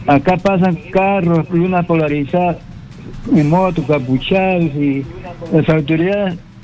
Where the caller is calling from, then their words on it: Ica, Peru; Yo soy de Ica, doctor.